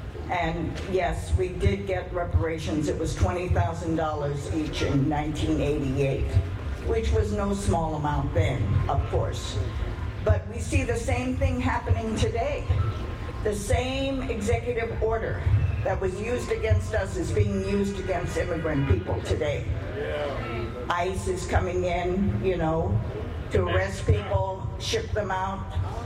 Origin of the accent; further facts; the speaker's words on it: United States; It took me a long time. to kind of bring myself to terms with being Japanese American, what happened to me.